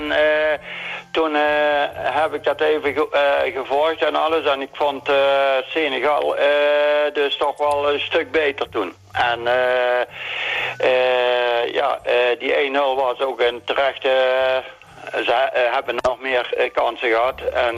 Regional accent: Netherlands; Nou, ik ben geen Belgisch, ik ben een Nederlander.

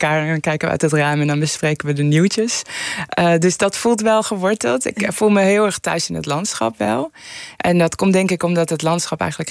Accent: Tehran, Tehran Province, Iran; now in Netherlands; Maar ik kom uit Teheran en ik kan niet terug. Dat was een best wel harde realiteit.

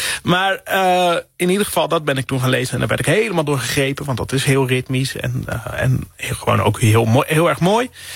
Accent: IJsbrechtum, Friesland, Netherlands; accent: Frisian; moved away; Ik ben opgegroeid in IJsbrechtum. Dat is een heel klein dorpje vlak naast Sneek.

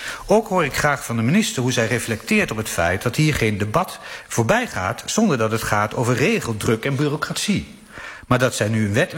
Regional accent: Gelderland, Netherlands; Ik ben opgegroeid in de Achterhoek, waar het verenigingsleven het cement is van elk dorp.

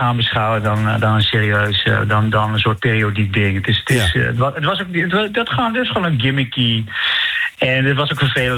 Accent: Overijssel, Netherlands; nou kom ik uit Twente

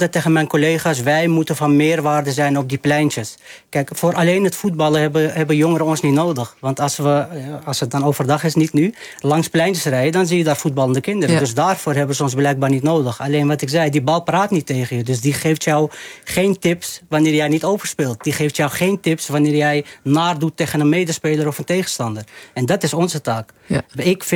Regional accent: Amsterdam, North Holland, Netherlands; Ik kom zelf uit Amsterdam-Oost, Indische buurt. Ik hou niet zo van de labels, maar het is een kwetsbare wijk waarbij je horizon niet heel breed is.

